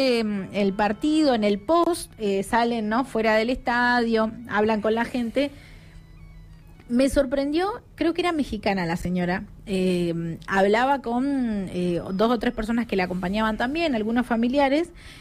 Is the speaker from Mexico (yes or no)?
no; Argentina